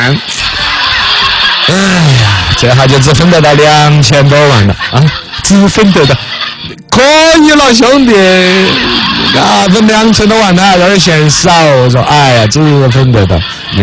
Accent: China; 我们中国人

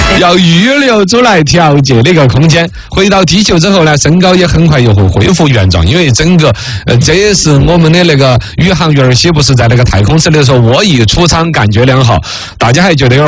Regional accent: Chengdu, Sichuan, China; 之前是我们的这个叫天福老师，就是我们成都人噻

